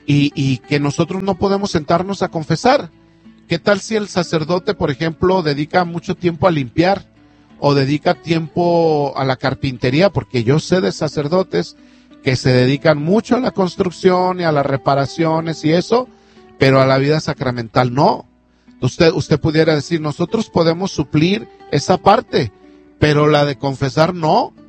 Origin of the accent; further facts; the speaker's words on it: Mexico; now in United States; yo, que soy mexicano